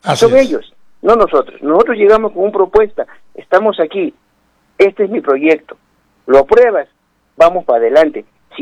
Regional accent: Ilabaya, Tacna, Peru; Yo soy de Ilabaya, he nacido en Boroguenia. Tengo mis padres actualmente viviendo en Boroguenia. Tengo un gran cariño a mi distrito.

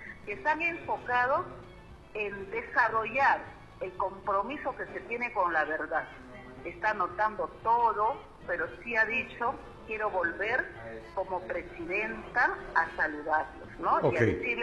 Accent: Peru; también soy política peruana

